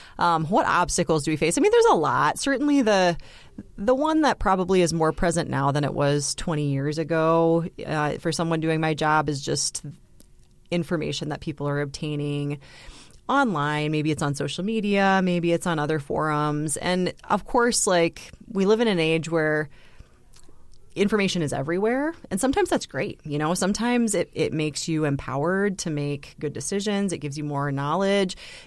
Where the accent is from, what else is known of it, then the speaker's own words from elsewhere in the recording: Brookings, South Dakota, United States; I'm an internal medicine physician here in Brookings, South Dakota. This is my hometown. I was born and raised here, and I've been back practicing now for 10 years.